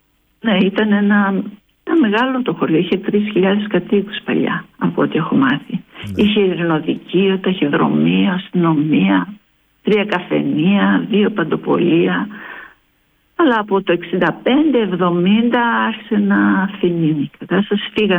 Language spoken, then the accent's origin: Greek; Thebes, Central Greece, Greece; Εγώ είμαι από τη Θήβα.